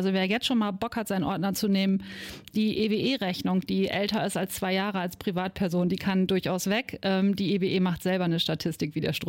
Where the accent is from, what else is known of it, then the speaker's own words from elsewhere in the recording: Schortens, Lower Saxony, Germany; Ich komme aus Schortens. Ich bin in Friesland, also in Schortens, auch groß geworden. Ich werde dieses Jahr 45